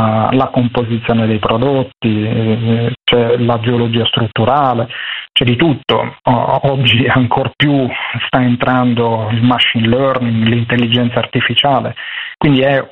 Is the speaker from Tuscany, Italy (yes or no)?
no; Genoa, Liguria, Italy; Ma io sono genovese, però ho delle radici siciliane, okay.